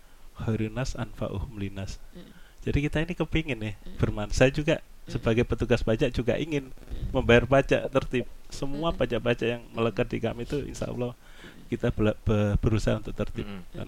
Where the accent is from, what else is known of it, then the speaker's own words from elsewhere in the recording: Banyuwangi, East Java, Indonesia; kita warga Banyuwangi